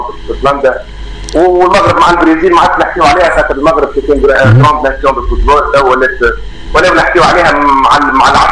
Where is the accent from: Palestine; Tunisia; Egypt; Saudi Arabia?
Tunisia; احنا كمنتخب تونسي،